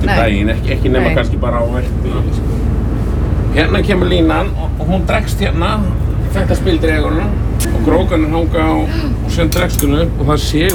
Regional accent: Tálknafjörður, Westfjords, Iceland; Nei, sko, við erum þrír Tálknafirðingar hérna.

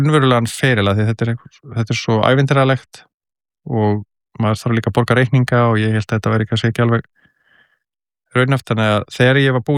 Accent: Kópavogur, Capital Region, Iceland; also born or lived in Reykjavík; Ég er alinn upp í Kópavogi til 13 ára aldurs í Hjallakverfinu og ég fætti svona reyndar í Reykjavík en ég man ekkert eftir því hérna fyrstu árunum en ég man bara eftir upphildi í Kópavogi

